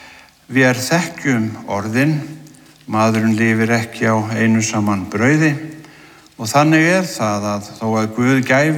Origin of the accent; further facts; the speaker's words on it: Siglufjörður, Northeastern Region, Iceland; Ég minnist þess þegar ég var að alast upp hér á Siglufirði, ég fættur árið 1958